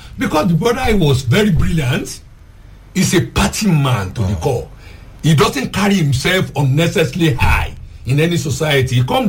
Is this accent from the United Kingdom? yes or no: no; Odiom, Nigeria; my hometown, Odiom.